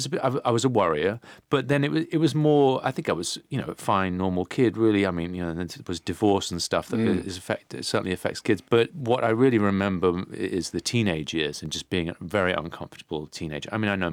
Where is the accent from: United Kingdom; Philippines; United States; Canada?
United Kingdom; moved away as an adult